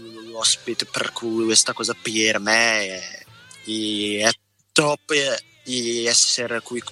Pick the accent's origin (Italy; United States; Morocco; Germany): Morocco; moved away; al mio paese, che è al Marocco